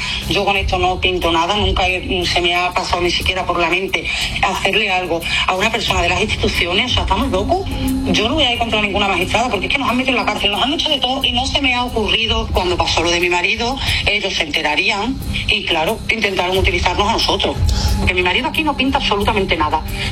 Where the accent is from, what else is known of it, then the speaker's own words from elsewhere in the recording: Extremadura, Spain; nosotros no somos colombianos, somos extremeños. Somos de Extremadura, ¿no? Ninguno somos de Colombia hasta el día de hoy.